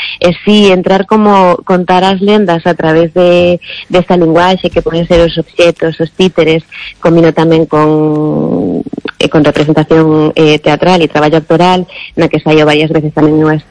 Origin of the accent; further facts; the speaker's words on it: Laracha, Galicia, Spain; inspiradas no Castro de Montes Claros, o lugar onde eu son, de Laracha, están concretamente na parroquia de Vilaño